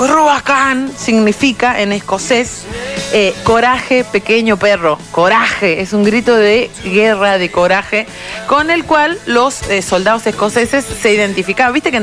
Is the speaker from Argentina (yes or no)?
yes; Argentina